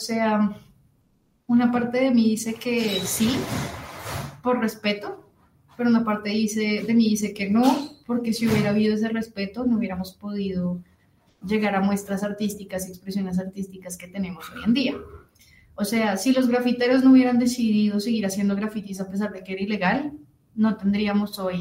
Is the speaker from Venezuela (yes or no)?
no; Colombia; me representa como colombiana